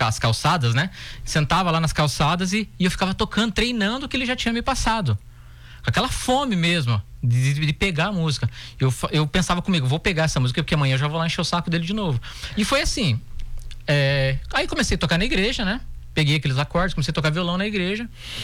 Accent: Registro, São Paulo, Brazil; moved away as an adult; also born or lived in Sorocaba, São Paulo; now in Lages, Brazil; sou paulista, né? Sou natural de Sorocaba. Né? É meio complicado. Eu moro em Lages, sou natural de Sorocaba, São Paulo, mas eu fui criado numa cidade que chama-se Registro.

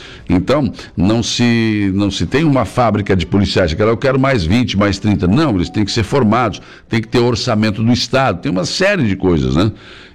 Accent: Rio Grande do Sul, Brazil; quando eu era menino, no Rio Grande do Sul tinha aqueles policiais que andavam lado a lado

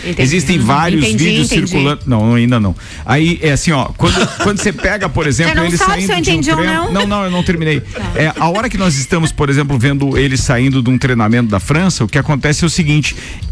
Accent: Brazil; a gente aqui como brasileiro

